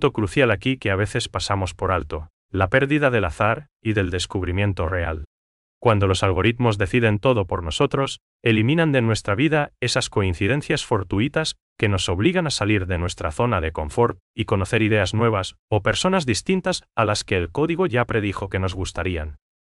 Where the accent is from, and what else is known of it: Paraguay